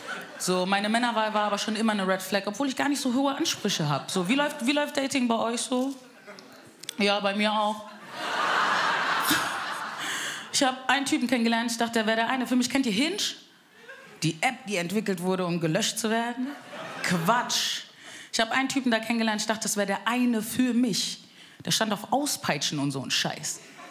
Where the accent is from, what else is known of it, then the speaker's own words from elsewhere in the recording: Bavaria, Germany; Ich bin aus Frankfurt. Spaß, ich bin eigentlich aus Bayern.